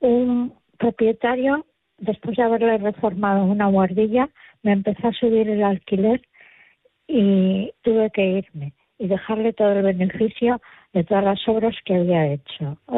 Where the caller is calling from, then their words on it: Santander, Cantabria, Spain; llamo de Santander.